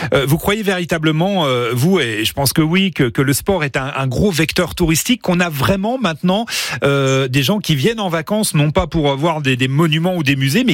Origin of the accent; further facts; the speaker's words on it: Bourgogne-Franche-Comté, France; ce terrain de jeu incroyable qu'est la Franche-Comté, chez nous en Franche-Comté.